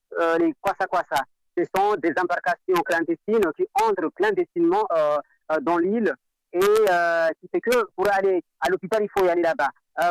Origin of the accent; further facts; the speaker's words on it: Mohéli, Comoros; born there; moi je suis né à Moueli, mais j'ai un cousin qui habite à Mayotte